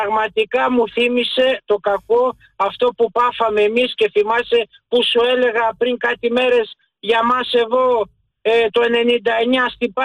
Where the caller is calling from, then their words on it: Acharnes, Attica, Greece; από το Μενίδη.